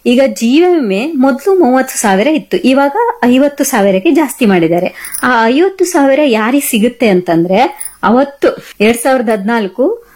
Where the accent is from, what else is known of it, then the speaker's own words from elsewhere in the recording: Karnataka, India; ನಾವೆಲ್ಲ ಅಪ್ಪಟ ಕನ್ನಡಿಗರು ಅಲ್ವಾ ಅಪ್ಪಟ ಕನ್ನಡಿಗರು ನಾವು